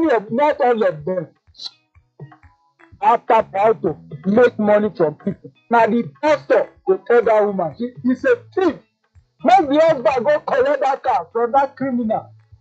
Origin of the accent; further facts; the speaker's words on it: Lagos, Nigeria; So my wife also said, this phone, my first way they marry, I said I come from Lagos.